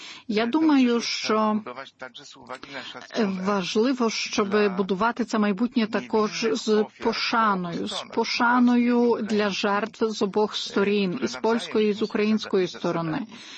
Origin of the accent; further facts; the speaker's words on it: Poland; як поляк і громадянин